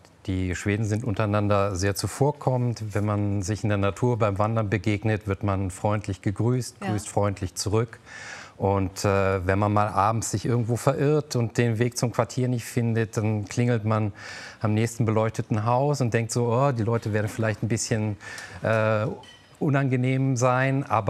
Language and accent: German; Northern Germany, Germany; für mich als Norddeutscher